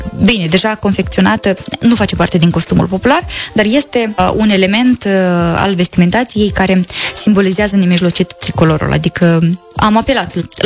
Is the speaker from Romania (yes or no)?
no; southern Codri, Moldova; zona de sud de codru. De codru mai mult, pentru că eu însă și satul meu este amplasat la o fâșie de pădure de liliac și iată cumva poate și asta m-a influențat. Pentru că eu în copilărie mă duceam să culeg liliac